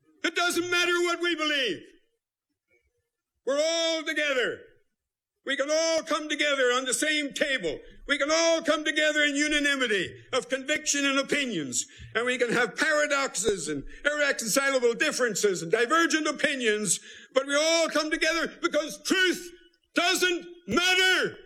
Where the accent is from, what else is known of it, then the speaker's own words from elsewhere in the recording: Belfast, Northern Ireland, United Kingdom; Belfast, my hometown.